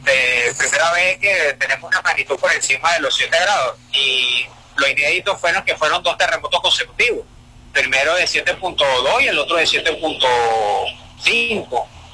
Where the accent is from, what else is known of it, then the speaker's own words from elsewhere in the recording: Caracas, Capital District, Venezuela; yo soy caraqueño